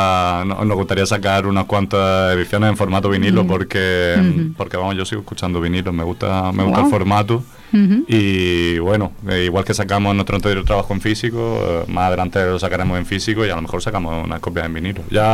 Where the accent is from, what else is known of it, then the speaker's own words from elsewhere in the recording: Molina de Segura, Region of Murcia, Spain; nosotros que somos aquí de Molina los cuatro